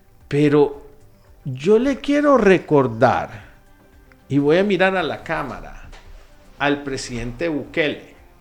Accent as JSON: {"language": "Spanish", "country": "Honduras", "said": "somos los hondureños los que vamos a decidir por nuestro país"}